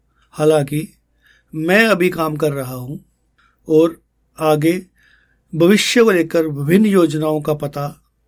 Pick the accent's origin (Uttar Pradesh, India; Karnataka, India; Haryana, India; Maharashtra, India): Haryana, India; Ambala Cantonment; अंबाला छावनी का निवासी हूं, समाज सेवा के कार्य भी करता रहता हूं।